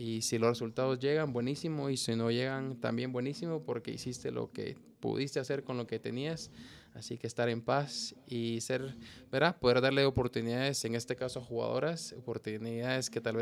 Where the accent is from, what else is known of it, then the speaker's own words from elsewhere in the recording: Guatemala City, Guatemala Department, Guatemala; como buen guatemalteco. Yo, bueno, crecí ahí por la Universidad de San Carlos